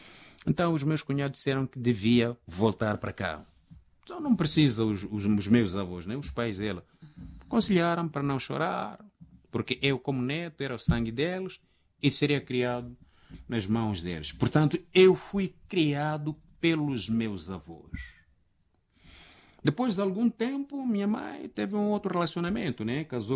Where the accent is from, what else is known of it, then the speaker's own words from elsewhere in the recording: Zambezia, Mozambique; Mas ela tinha se casado numa outra região, numa outra margem do rio, chamado Gurai, onde eu nasci.